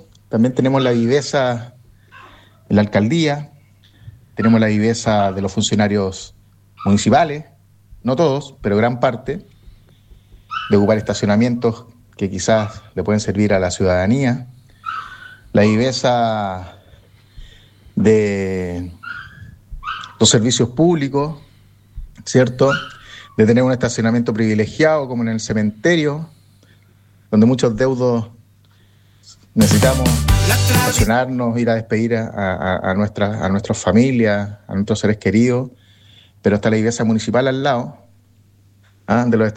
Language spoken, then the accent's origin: Spanish; Chile; cuando se refiere a la viveza de nosotros como chilenos